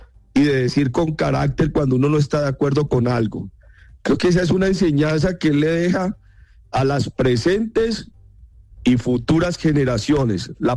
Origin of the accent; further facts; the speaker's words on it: Colombia; agradezco como militante de Cambio Radical, como colombiano, este especial.